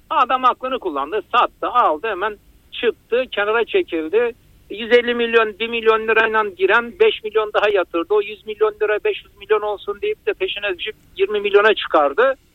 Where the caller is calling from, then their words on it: Istanbul, Turkey; Ben İstanbul'dan.